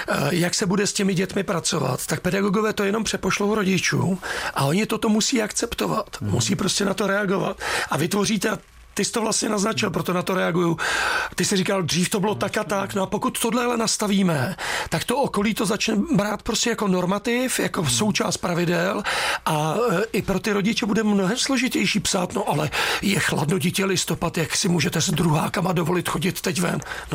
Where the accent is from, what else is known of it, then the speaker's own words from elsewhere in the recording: Příbram, Central Bohemian Region, Czechia; já jsem Příbramák, jsem z Brd, takže já jsem odkryl. Tam je opět stupňů neustále míň než Praze.